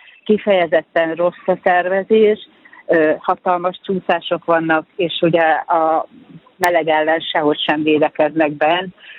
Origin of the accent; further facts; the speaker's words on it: Hungary; nem én magyarként reklamálok, ez mindenkinek így